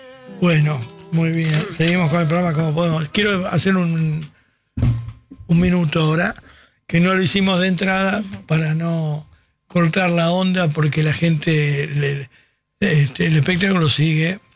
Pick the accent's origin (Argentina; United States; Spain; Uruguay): Argentina; Me da vergüenza como argentino tener un pueblo tan boludo.